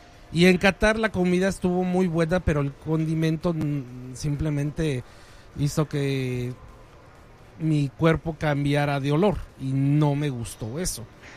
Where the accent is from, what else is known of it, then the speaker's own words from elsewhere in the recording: Mexico; Lo que sí extrañaba como buen mexicano era mi salsita, la tortilla y el frijol.